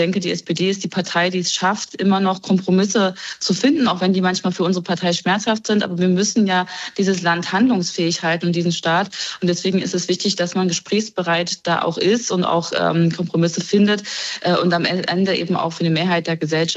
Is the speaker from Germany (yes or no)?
yes; Thuringia, Germany; ich komme aus Thüringen